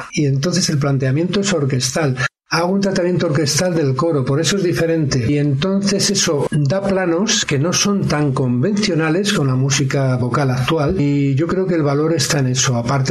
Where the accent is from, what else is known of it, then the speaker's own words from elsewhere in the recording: Madrid, Community of Madrid, Spain; born there; Soy madrileño, nacido en Madrid, pero bueno, los que nacemos en Madrid somos también de donde son nuestros padres.